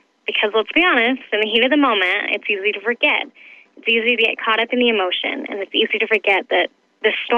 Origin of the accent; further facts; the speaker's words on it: Centerville, Utah, United States; I'm from Centerville, Utah.